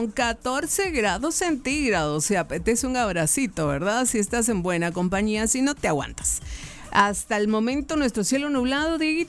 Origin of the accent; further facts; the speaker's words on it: San Pedro Carchá, Alta Verapaz, Guatemala; now in Cobán, Guatemala; Ayer pasó algo en mi pueblito natal, más no sé si acá en Cobán, porque obviamente yo estaba en San Pedro Carrechá.